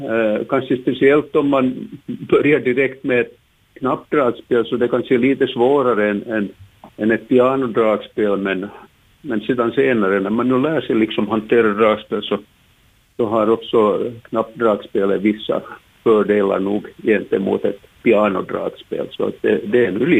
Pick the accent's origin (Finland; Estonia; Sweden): Finland; Dalsbruk, Southwest Finland; born there; now in Pargas, Finland; Jag är ju också i börden dalsbrukare, men jag har nu faktiskt bott i Pargas nu i över 50 år.